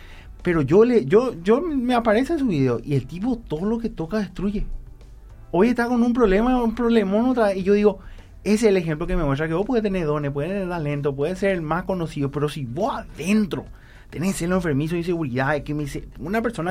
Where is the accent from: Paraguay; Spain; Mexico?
Paraguay; nosotros como paraguayos